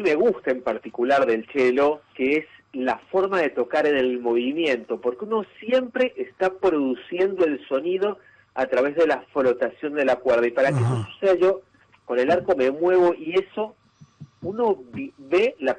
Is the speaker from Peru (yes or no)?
yes; Peru; now in Argentina; yo vengo hace años ya acá en la Argentina, me radiqué, yo soy de Perú, como dijiste